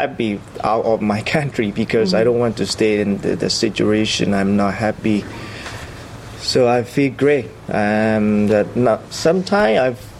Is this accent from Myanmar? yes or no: yes; Myanmar; English is a second language; moved away; I'm from Myanmar. I come in 3 years ago because of the Myanmar conflict.